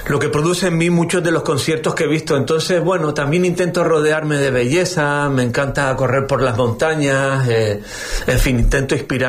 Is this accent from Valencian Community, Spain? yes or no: no; Lanzarote, Canary Islands, Spain; also born or lived in Madrid; now in New York, United States; soy un conejero, guitarrista, compositor, músico, o eso intento.